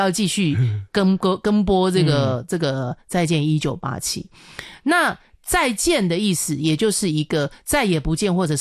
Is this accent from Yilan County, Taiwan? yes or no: no; Taipei, Taiwan; 所以以我一个在台北生活的这样，因为我们从小可能就是在台北长大